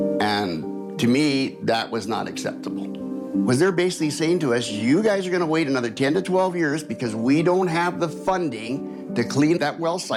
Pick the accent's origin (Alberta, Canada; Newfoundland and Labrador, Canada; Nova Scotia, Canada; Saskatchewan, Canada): Alberta, Canada; Two Hills; I've lived in this area pretty well all my life. I grew up in Two Hills, Alberta, which is just a little town south of us here, about 5 minutes. Got married, met my wife here, and we settled down here and started to raise our family. We've been out here now 26 years.